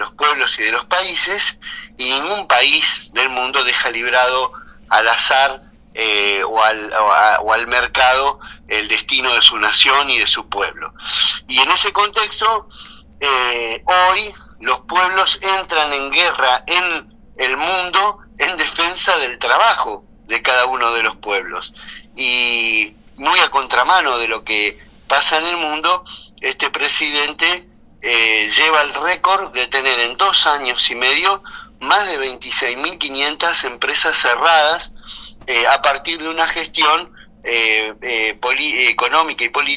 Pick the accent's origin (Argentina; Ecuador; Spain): Argentina; estamos sufriendo hoy los argentinos